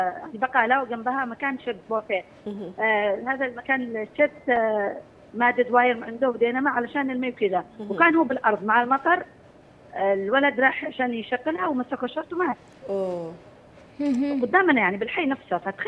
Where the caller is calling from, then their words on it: Aden, Yemen; علينا وسقية خير لنا جميعا في عدن